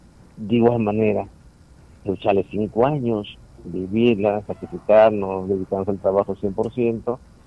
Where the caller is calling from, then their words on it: Peru; Solamente como peruanos hay que lucharle del día a día